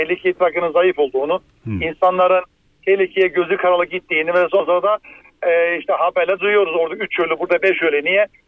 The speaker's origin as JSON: {"language": "Turkish", "region": "Samsun", "country": "Turkey", "tie": "born or raised there", "moved": "yes", "lives_now": "Germany", "said": "Aslen Samsunluyum ama Almanya'da yaşıyorum."}